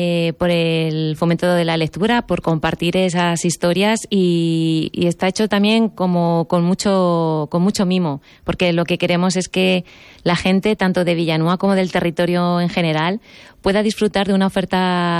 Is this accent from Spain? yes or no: yes; Salamanca, Castile and León, Spain; now in Pyrenees, Spain; Un Punto Curioso es una empresa que nació en Salamanca, de donde soy